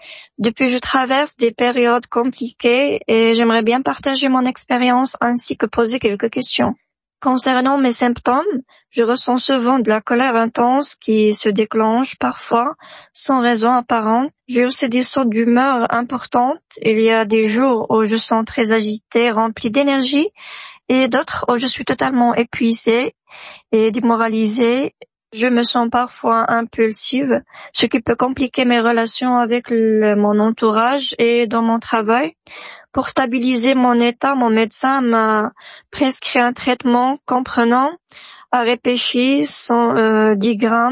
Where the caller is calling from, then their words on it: Agadir, Souss-Massa, Morocco; j'ai 34 ans, je vis à Agadir